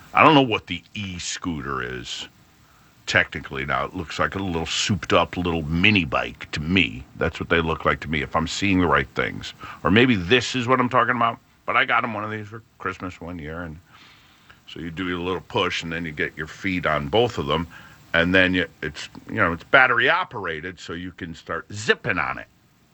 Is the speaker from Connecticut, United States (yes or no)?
yes; New Haven, Connecticut, United States; I grew up in Morris Cove. We had sidewalks.